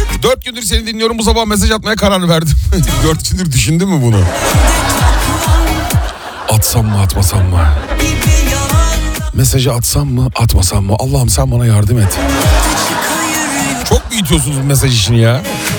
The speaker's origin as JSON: {"language": "Turkish", "town": "Izmir", "region": "İzmir", "country": "Turkey", "said": "Trakyalı değilim, İzmirliyim"}